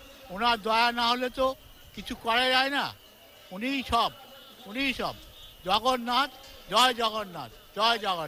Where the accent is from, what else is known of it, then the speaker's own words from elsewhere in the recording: Nabadwip, West Bengal, India; আমি পশ্চিমবাংলা থেকে এসেছি। আমার আসল বাড়ি হচ্ছে নদিয়া নবদ্বীপ ধাম।